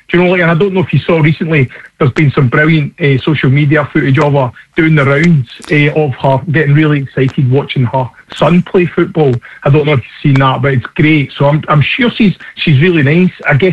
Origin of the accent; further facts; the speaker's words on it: Scotland, United Kingdom; accent: Scottish; obviously I am Scottish